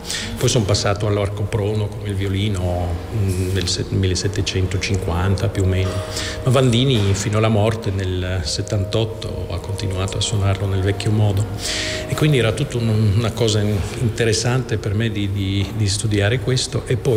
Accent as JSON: {"language": "Italian", "region": "Flanders", "country": "Belgium", "tie": "born or raised there", "said": "No, ma sono cresciuto nelle Fiandre vicino a Bruges, che è lì la città dove già nel 64 hanno cominciato un festival di musica antica, quindi da bambino i miei mi portavano a sentire questi concerti"}